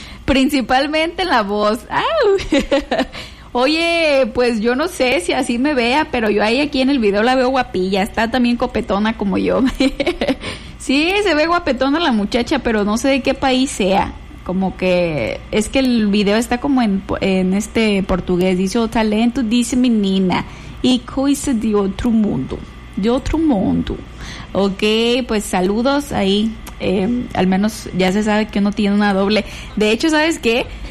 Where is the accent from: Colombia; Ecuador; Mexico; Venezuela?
Mexico; Apatzingán, Michoacán; Bien apachinguense. ¡Puro Pachingán Bali!